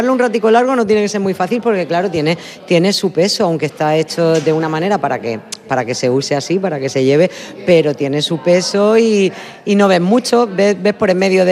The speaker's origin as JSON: {"language": "Spanish", "town": "Murcia", "region": "Region of Murcia", "country": "Spain"}